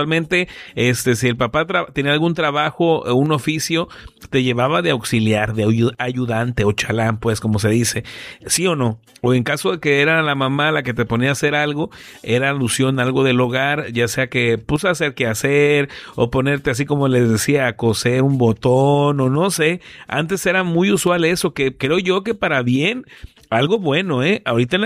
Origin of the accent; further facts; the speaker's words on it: Santiago, Mexico; soy de Santiago, mi raza.